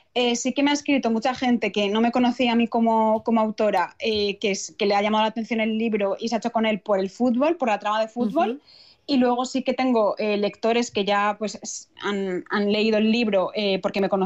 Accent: Valencian Community, Spain; está ubicado en la Comunidad Valenciana, que es de donde soy yo.

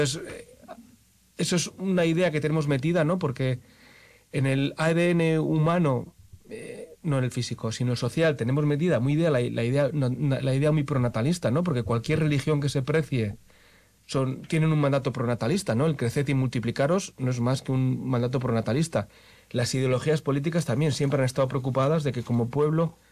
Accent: Basque Country, Spain; Yo, que nací en los 80, siempre he vivido en mi pueblo, soy de un pueblo, y siempre he vivido en mi pueblo

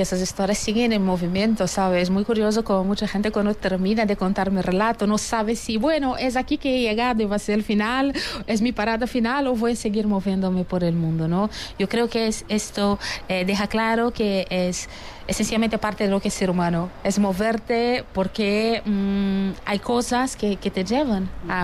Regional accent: Brazil; now in Spain

